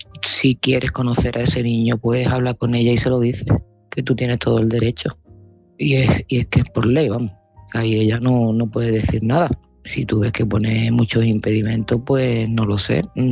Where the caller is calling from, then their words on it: Seville, Andalusia, Spain; de Sevilla y este mensaje va para Pedro.